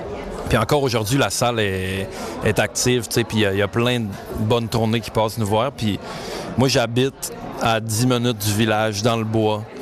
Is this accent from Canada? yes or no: yes; Saint-Prime, Quebec, Canada; Je viens de Saint-Brime au Lac-Saint-Jean, au Québec, au Canada.